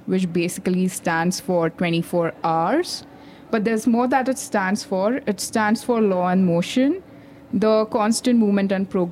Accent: India

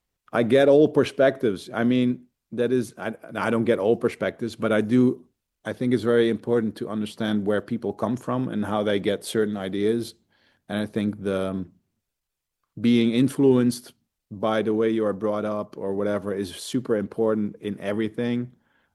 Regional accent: Netherlands; And although we sing in English, but we are from Holland, it's very a big part of who we are, of course.

